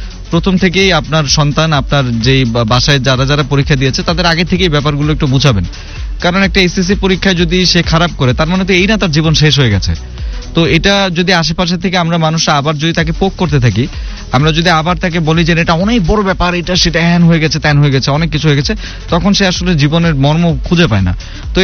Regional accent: Rangpur, Rangpur Division, Bangladesh; ওকে, আমাদের রংপুরের প্রচুর রোদ, তারপরে লোডশেডিং, কারেন্ট তো যায় না তবে মাঝে মাঝে আসে

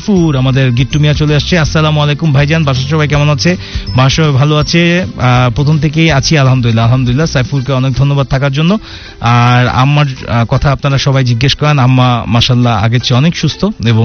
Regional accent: Dhaka, Dhaka Division, Bangladesh; moved away; আমি যেহেতু ঢাকার মানুষ

